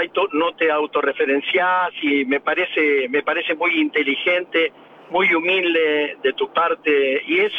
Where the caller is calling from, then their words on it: El Pato, Buenos Aires Province, Argentina; vivo en El Pato, partido de Berazategui.